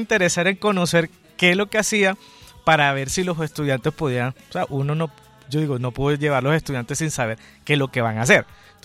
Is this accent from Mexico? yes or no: no; Barranquilla, Atlántico, Colombia; moved away as an adult; now in Bogotá, Colombia; yo era profesor en ese tiempo de un colegio en Barranquilla, sí. Pues soy de Barranquilla, por allá